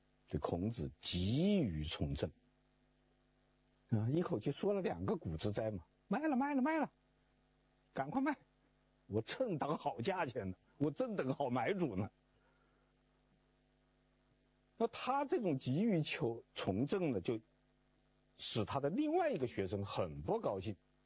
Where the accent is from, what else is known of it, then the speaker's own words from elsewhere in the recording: Beijing, China; 用咱们北京人的话说